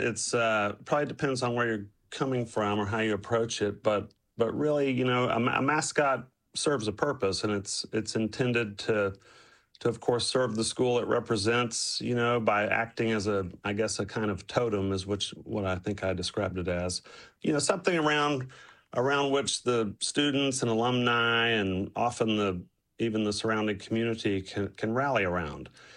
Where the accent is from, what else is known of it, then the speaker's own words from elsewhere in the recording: Temple, Texas, United States; And I grew up in Temple. I was a wildcat